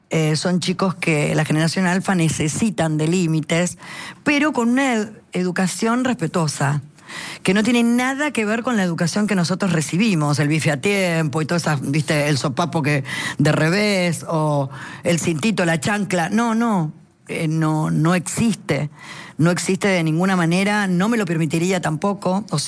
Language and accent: Spanish; Villa Carlos Paz, Córdoba, Argentina; yo soy de Carlos Paz, Córdoba, nací en Villa, en Córdoba capital, pero toda mi vida estuvo la cunita en Córdoba, en Carlos Paz, donde hice en un colegio privado secundario y primario y secundario, Instituto de Modelo de Aplicación.